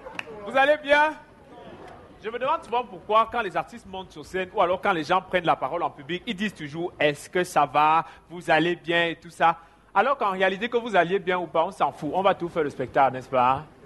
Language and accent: French; Cameroon; je viens du Cameroun, je suis artiste humoriste.